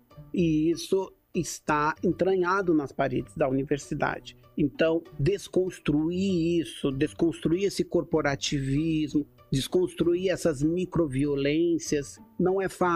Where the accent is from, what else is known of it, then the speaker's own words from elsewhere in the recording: Osasco, São Paulo, Brazil; born there; now in Rio de Janeiro, Brazil; Sou paulista, nascida em Osasco, São Paulo. Venho de uma família periférica, né, nordestina, né, e pobre, uma família humilde.